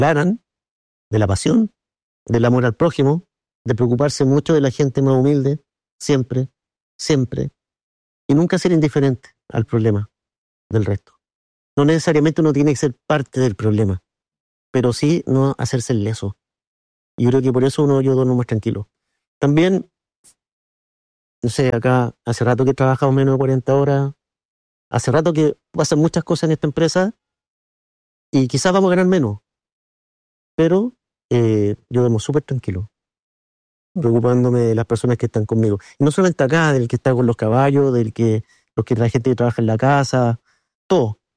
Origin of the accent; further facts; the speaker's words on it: Chile; después me miraba el ombligo nomás como buen chileno